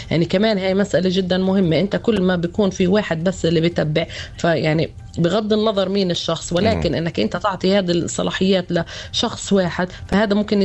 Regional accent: Palestine; أنت كفلسطيني

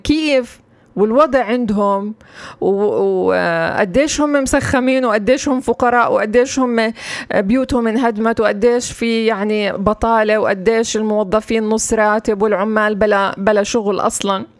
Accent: Palestine; بالنسبة لنا كفلسطينيين.

